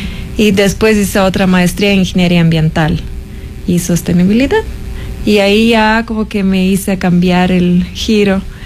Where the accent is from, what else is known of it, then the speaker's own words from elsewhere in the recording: Lithuania; Spanish is a second language; moved away as an adult; also born or lived in Washington; now in Ecuador; soy de Lituania, entonces empecé mi educación en Lituania.